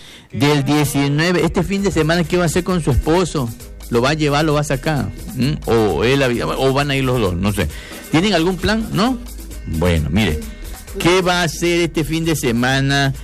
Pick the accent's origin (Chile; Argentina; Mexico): Mexico; Tabasco; somos tabasqueños